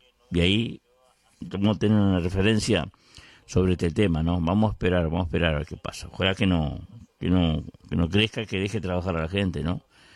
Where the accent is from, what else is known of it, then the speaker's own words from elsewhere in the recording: Vergara, Buenos Aires, Argentina; Un saludo para toda la gente de mi pueblo, para la gente de Vergara.